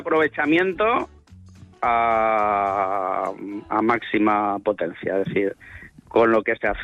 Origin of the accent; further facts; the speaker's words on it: Valencia, Valencian Community, Spain; A ver, o sea, a ver, David, Jorge, soy de Valencia.